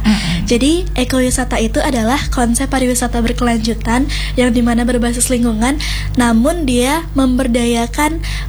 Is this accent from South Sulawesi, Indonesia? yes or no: no; Buleleng, Bali, Indonesia; Kebetulan itu ada di kampung halaman saya, yaitu di Danau Tamblingan.